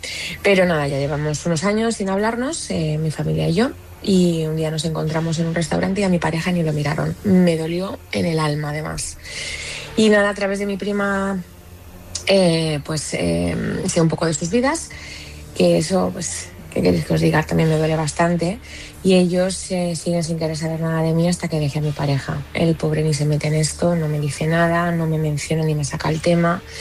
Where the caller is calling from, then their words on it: Madrid, Community of Madrid, Spain; soy de aquí de Madrid.